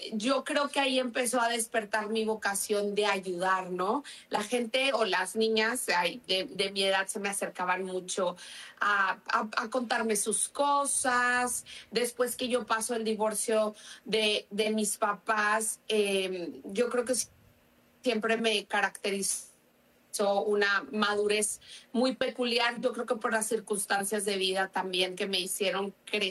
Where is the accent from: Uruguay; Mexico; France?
Mexico; moved away as an adult; now in United States; mexicana de nacimiento. Nací y crecí en México con mi familia.